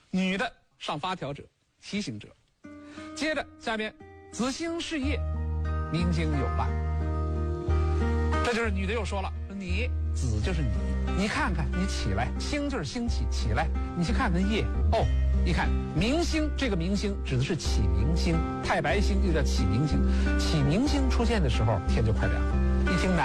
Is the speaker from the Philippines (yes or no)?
no; China; 所以古人呢，我们中国人就发明另外一种打雁的方式，叫翼。